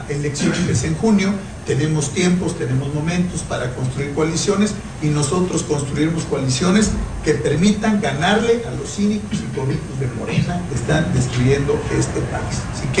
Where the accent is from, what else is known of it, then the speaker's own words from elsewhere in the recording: Mexico; Antes de tener una militancia priista, panista o de cualquier partido, somos mexicanos